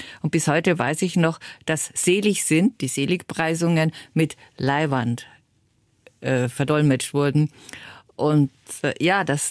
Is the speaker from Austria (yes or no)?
yes; Austria; In Österreich, wo ich herkomme, ist ein bisschen anders, weil wir nicht so viel Raum dem Dialekt geben